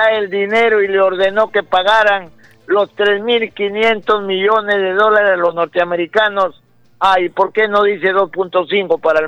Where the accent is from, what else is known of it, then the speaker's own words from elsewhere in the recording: Peru; porque todos somos peruanos.